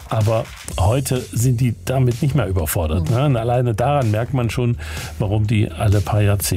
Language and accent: German; Germany